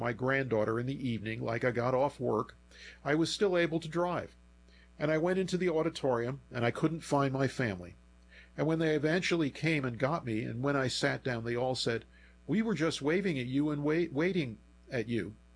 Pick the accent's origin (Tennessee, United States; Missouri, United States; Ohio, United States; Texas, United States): Missouri, United States; Kansas City; I'm from the Kansas City area.